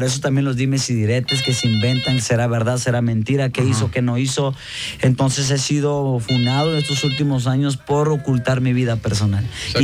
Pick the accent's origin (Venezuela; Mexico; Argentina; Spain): Mexico; Monterrey, Nuevo León; Soy de Monterrey.